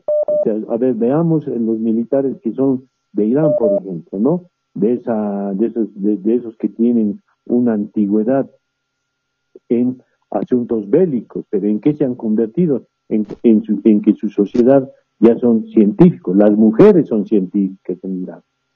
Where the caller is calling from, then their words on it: El Alto, La Paz, Bolivia; de la ciudad del Alto.